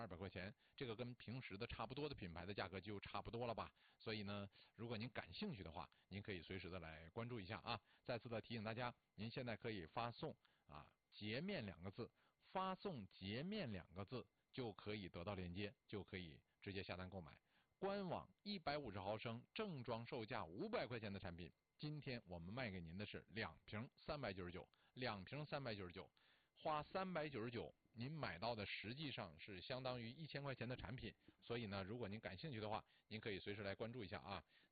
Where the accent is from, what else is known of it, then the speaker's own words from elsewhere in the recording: Northeast China, China; 虽然咱作为东北人来说还是不觉得说非得去避暑